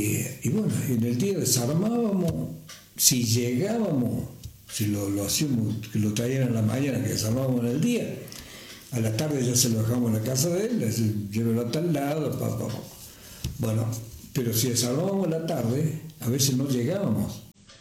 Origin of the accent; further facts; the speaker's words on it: Río Cuarto, Córdoba, Argentina; born there; moved away as an adult; now in El Pacorral, Argentina; 82, tengo 55 en el Bacorral, quiere decir que 27 años de Río Cuarto, de Higuera y Río Cuarto